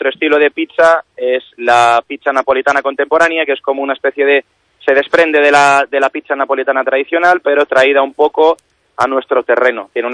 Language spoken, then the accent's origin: Spanish; Catalonia, Spain; also born or lived in Santiago de Compostela, Galicia; Yo soy de Santiago, de nacimiento, pero mis padres son gallegos también, emigraron a Cataluña. Entonces yo me crié en Cataluña, y lo típico de muchos inmigrantes gallegos que estábamos en el extranjero, en mi caso, pues yo todos los veranos y las navidades las pasaba en Galicia con mi familia.